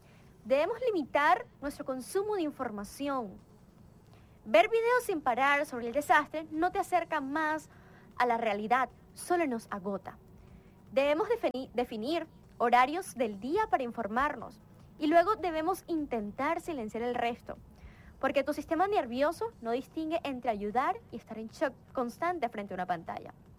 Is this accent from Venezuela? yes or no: yes; Venezuela; sobrevivimos a tantas cosas que como venezolanos hemos atravesado